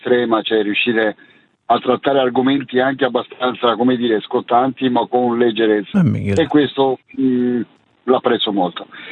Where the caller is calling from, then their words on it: Veneto, Italy; io chiamo dalla provincia di Treviso.